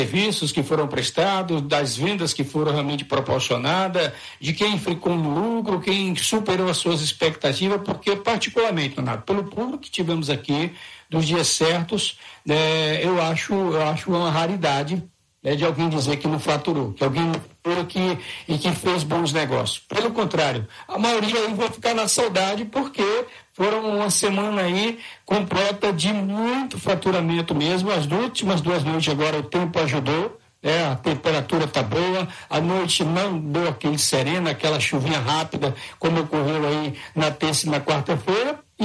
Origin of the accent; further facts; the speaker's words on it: Brazil; porque ainda somos brasileiros